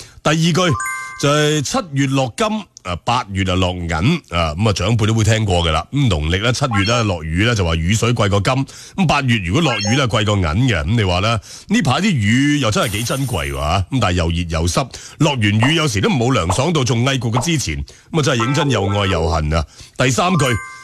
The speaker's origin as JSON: {"language": "Cantonese", "region": "Guangdong", "country": "China"}